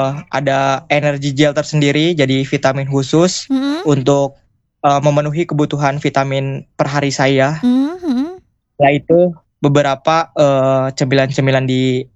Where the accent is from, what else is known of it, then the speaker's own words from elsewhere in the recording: Kuningan, West Java, Indonesia; saya bekerja sama dengan Amil Zakat yang ada di kota saya, yaitu DT Peduli Kabupaten Kuningan